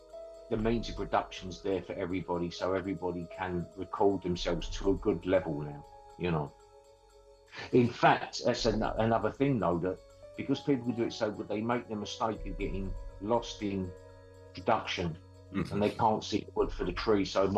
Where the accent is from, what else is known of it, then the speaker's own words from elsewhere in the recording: London, United Kingdom; I grew up in the East End of London. It's pretty tough